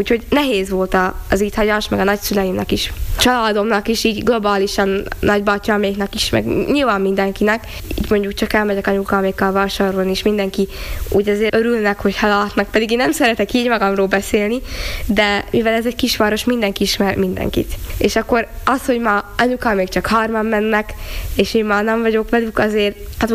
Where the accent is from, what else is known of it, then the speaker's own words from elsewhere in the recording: Gömör, Slovakia; accent: Gömör Palóc; moved away as an adult; szerintem ezt a gömöri jó palócot nem tudom, akárhogy akarom, nem tudom elrejteni, de nem is szeretném, mert én itt születtem, én erre büszke vagyok